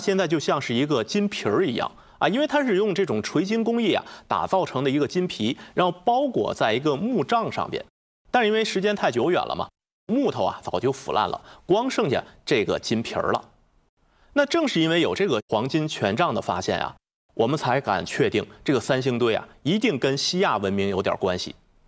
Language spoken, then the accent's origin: Chinese; China